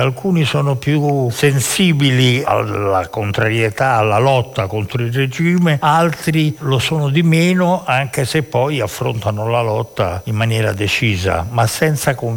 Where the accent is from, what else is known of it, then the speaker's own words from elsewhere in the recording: Rome, Lazio, Italy; born there; also born or lived in Sardinia; Io sono nato a Roma, ma ho vissuto molti anni in Sardegna.